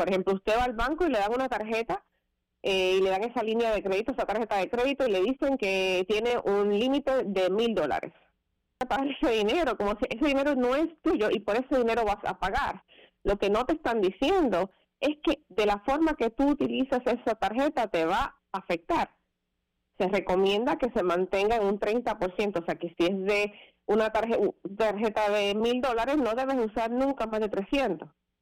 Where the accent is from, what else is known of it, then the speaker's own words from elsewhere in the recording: Puerto Rico; Yo soy puertorriqueña, me crié en este sistema y tenía el crédito muy bueno.